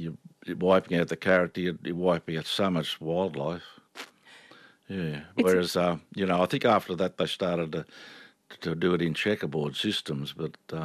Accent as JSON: {"language": "English", "town": "Quambatook", "region": "Victoria", "country": "Australia", "tie": "born there", "also_born_or_lived": "northwest New South Wales", "moved": "yes", "said": "as I was brought up in Quambatook."}